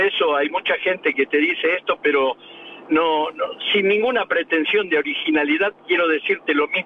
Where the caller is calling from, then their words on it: El Pato, Buenos Aires Province, Argentina; vivo en El Pato, partido de Berazategui.